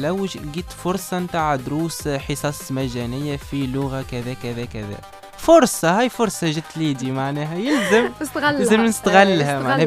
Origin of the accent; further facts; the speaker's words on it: Tunisia; first language Arabic; خاصه بما اننا نعيش في تونس وبما اننا في بلد عربي ومستحيل معناها تتبدل لغتنا الام